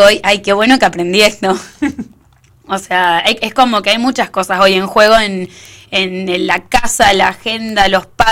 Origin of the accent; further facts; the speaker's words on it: Perito Moreno, Santa Cruz, Argentina; born there; moved away; yo soy de Perito, ¿no? De un pueblo.